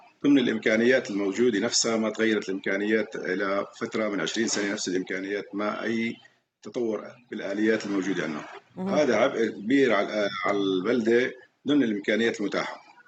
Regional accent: Sheikh Saad, Daraa Governorate, Syria; نحن ببلدة الشيخ سعد

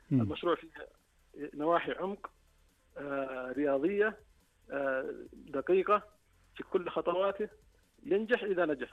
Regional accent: Saudi Arabia; عندنا في السعودية

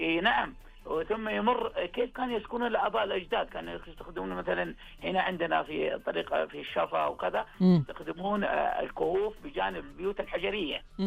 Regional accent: Taif, Makkah Province, Saudi Arabia; مسار المخاضة عندنا في الطائف

